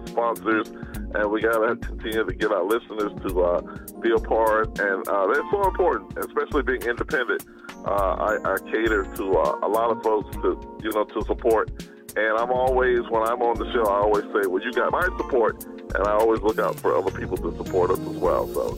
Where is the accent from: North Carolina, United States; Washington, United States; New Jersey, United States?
North Carolina, United States